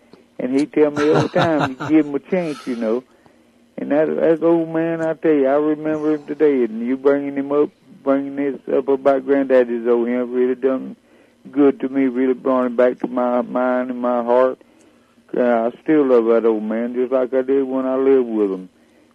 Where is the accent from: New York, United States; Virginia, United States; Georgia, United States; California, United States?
Georgia, United States; Porterdale; also born or lived in Covington / Griffin; I lived down there in Porterdale. We all did. All of us … all of us lived down there till 46th, and then everybody got up and moved to Griffin